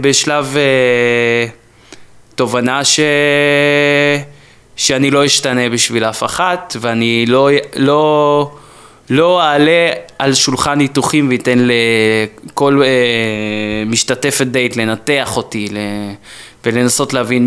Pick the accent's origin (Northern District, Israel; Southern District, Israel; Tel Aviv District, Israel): Tel Aviv District, Israel; Tel Aviv; אני במקור מתל אביב, וחוץ מכדורגל, זה ענף ספורט מספר 2 בעיר הזאת, לצאת לדייטים.